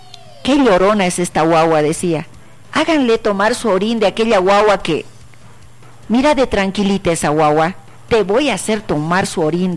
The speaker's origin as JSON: {"language": "Spanish", "country": "Bolivia", "said": "nosotros primero somos bolivianos. Antes de ser cruceños, alteños, paceños, somos bolivianos."}